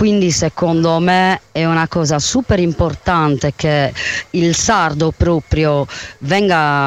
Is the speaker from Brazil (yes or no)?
no; Netherlands; sono nata e cresciuta in Olanda da papà sardo e mamma calabresa, ma io nel cuore mi sento sardissima